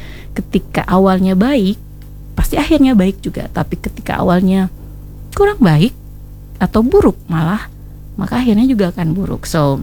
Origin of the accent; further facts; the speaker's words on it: South Sulawesi, Indonesia; kalau kita orang Bugis bilang letuk memeni napa cukaki lo gitu, kalau bahasa Bugisnya kayak gitu.